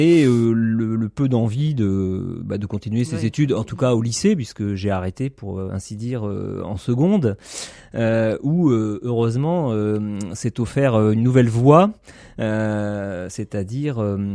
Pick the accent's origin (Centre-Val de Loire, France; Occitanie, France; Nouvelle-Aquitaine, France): Centre-Val de Loire, France; Châteaudun; born there; now in Haute-Loire, France; je suis né en Eure-et-Loir, donc entre Orléans et Chartres, Châteaudun, une petite ville. Et j'étais dans une famille assez modeste, mais assez littéraire